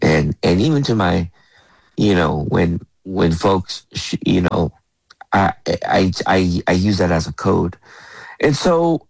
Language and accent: English; Berkeley, California, United States; You know, I always say that I was born and raised in the island of Berkeley, California. And it's truly an island. But my parents came from Hawaii.